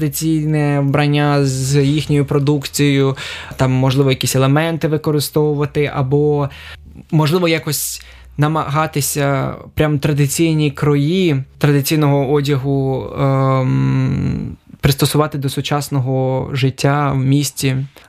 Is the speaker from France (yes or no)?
no; Chernihiv, Chernihiv Oblast, Ukraine; diese traditionelle Wischewanka habe ich aus meiner Heimatstadt Tschernihiw mitgenommen, als diese Stadt im März 2022 belagert war.